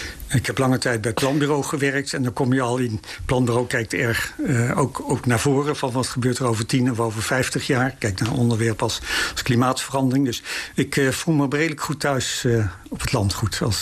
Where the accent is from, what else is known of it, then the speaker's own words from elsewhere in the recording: Overijssel, Netherlands; ik kom niet uit Vollenhoven, ik kom uit Belschutsloot.